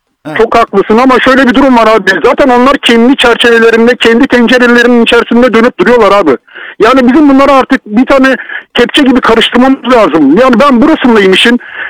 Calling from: İzmir, Turkey; İzmir'den arıyorum sizi.

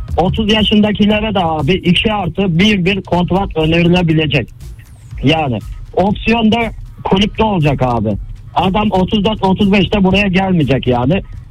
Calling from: Istanbul, Turkey; Ben İstanbul'dan

